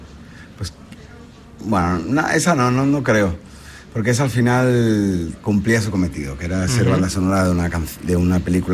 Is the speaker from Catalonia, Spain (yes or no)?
yes; Badalona, Catalonia, Spain; Me entrevistaban en Badalona, que es mi casa, donde yo nací.